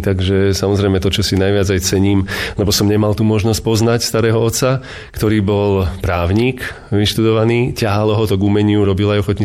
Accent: Vrútky, Žilina Region, Slovakia; also born or lived in Martin / Priekopa; Narodil som sa v Martine, to je podstatné a na to som hrdý. A časť detstva som prežil v tej Priekope u starej mami, to podstatnú. A potom s rodičmi vo Vrútkach, kde som chodil teda aj na základnú školu.

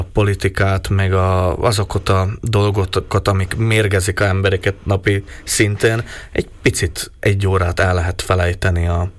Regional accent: Šamorín, Trnava Region, Slovakia; én 6 éve játszottam utoljára a saját szülővárosomba. Tehát 6 év távlatába hamarabb hívtak el Portugáliába, mint Somorjára.

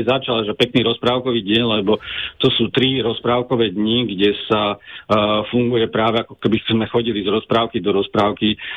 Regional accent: eastern Slovakia, Slovakia; ja nie som v Bratislave v centre toho kultúrneho diania, ale som z východného Slovenska

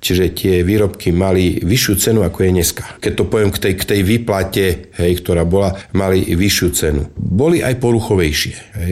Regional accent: eastern Slovakia, Slovakia; Z východného Slovenska mali zobrať 30 žiakov. No a prišiel som na skúšky, z východu nás zostalo 30.

